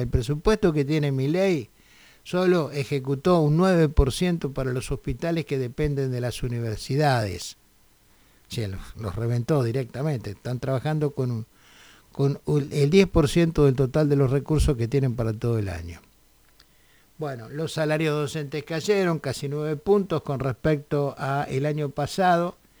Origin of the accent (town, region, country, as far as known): Argentina